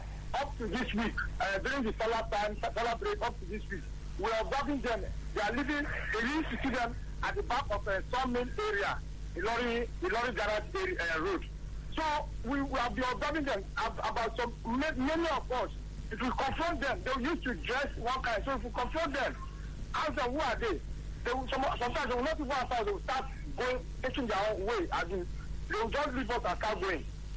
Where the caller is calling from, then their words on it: Bida, Niger State, Nigeria; I'm calling from Bibia, Niger State.